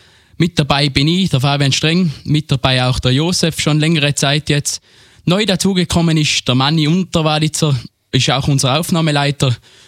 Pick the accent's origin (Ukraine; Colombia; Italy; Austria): Austria; Tyrol; wir sind stolze Tiroler